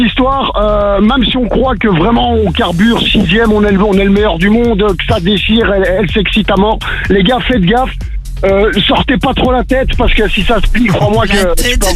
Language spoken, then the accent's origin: French; Brussels, Brussels-Capital Region, Belgium; born there; je suis né à Bruxelles